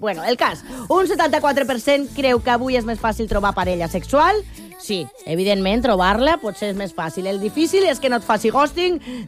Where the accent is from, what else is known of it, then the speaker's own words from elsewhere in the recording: Lleida, Catalonia, Spain; A Lleida no tenim fantasies, anem directament per feina.